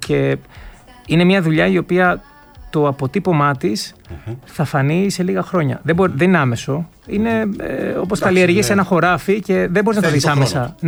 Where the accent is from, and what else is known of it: Greece